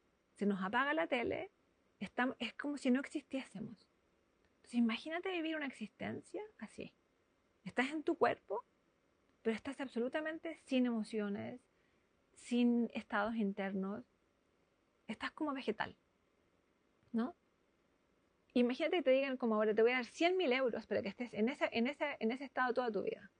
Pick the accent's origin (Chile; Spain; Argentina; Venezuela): Chile; now in Bochum, Germany; Yo soy chilena.